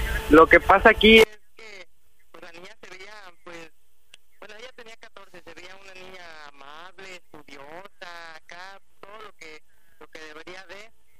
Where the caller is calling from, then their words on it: Xalapa, Veracruz, Mexico; Tengo 16, estoy de aquí, de Jalapa.